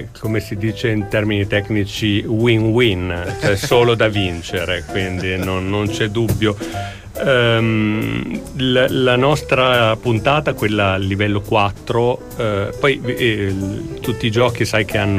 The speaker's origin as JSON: {"language": "Italian", "town": "Milan", "region": "Lombardy", "country": "Italy", "also_born_or_lived": "Bologna", "moved": "yes", "said": "io sono milanese, poi ho abitato a Bologna in centro"}